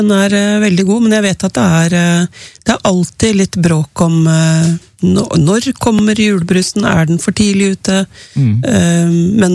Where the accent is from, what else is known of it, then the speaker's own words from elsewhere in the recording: Oslo, Norway; Ja, jeg er jo født og oppvokst i Oslo